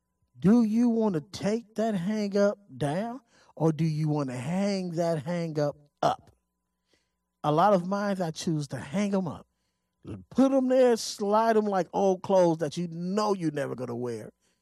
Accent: Pomona, California, United States; I have to give a shout out to the brother that was from my hometown of Pomona that went out in space.

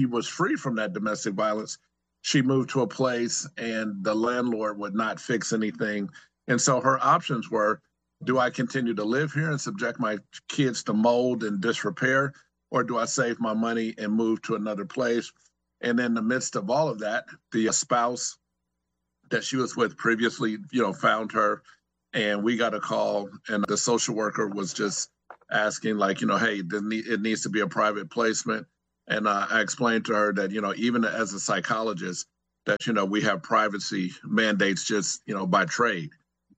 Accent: Oakland, California, United States; now in Orangeburg, United States; I come from Oakland, Bay Area, Oakland, California. I raised primarily in Oakland, Oakland border Berkeley, and went to school in Berkeley.

